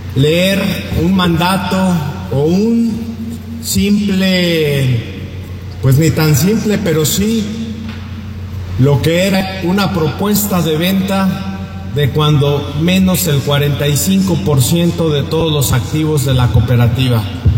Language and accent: Spanish; Hidalgo, Mexico; yo soy hidalguense